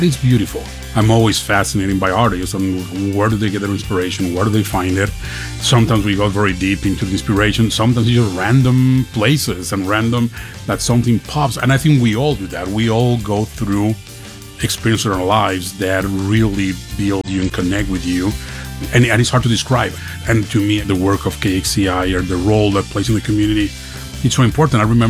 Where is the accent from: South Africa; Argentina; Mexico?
Mexico; English is a second language; now in United States; I'm from Mexico originally, so no idea what meant community radio